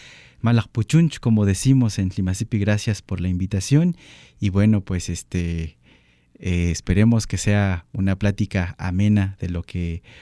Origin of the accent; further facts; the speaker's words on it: Tierra Colorada, Mexico; first language Tepehua (Limasipi); Spanish is a second language; en Tierra Colorada donde nací, la escuela primaria Ignacio López Rayón